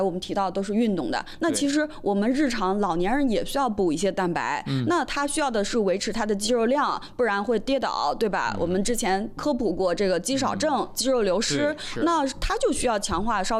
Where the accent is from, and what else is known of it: China